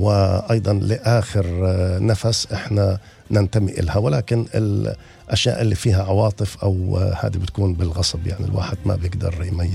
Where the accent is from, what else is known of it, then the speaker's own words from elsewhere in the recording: Palestine; now in Australia; أنا بعرف أنك فلسطيني وأنا فلسطيني